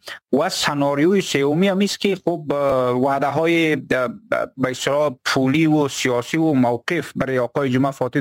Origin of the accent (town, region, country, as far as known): Badakhshan, Afghanistan